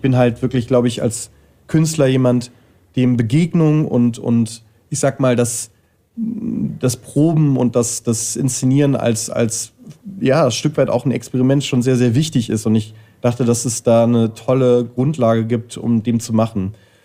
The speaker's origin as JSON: {"language": "German", "region": "North Rhine-Westphalia", "country": "Germany", "tie": "born there", "moved": "yes", "said": "Ich komme aus der Nähe von Neuss, das ist bei Düsseldorf, und da gibt es ein Globe-Festival und da war ich manchmal als Kind."}